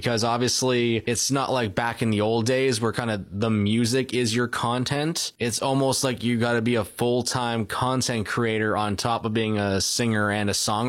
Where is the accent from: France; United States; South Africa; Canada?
Canada; but I'm Canadian, so I kind of got to go for the Blue Jays.